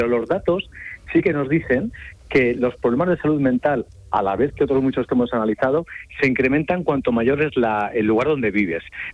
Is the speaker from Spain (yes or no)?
yes; Palencia, Castile and León, Spain; now in Benalmádena, Spain; Yo soy de Palencia, con peno de Valencia, que sí. Es una de esas ciudades que decías en Melín de intermedias, de 70.000 habitantes. Vivo mucho tiempo ahora en Benalmádena, en Málaga, pero me muevo por trabajo mucho a Madrid. O sea, yo soy de los que me muevo por muchos sitios.